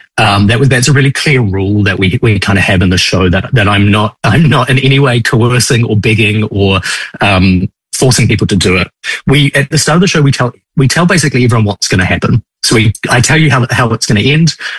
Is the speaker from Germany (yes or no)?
no; New Zealand; moved away; Growing up in New Zealand